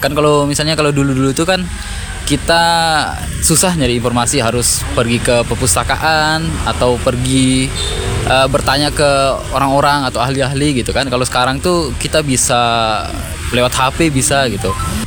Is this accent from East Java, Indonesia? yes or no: no; Sikur, West Nusa Tenggara, Indonesia; Saya asli Sikur, Lombok Timur.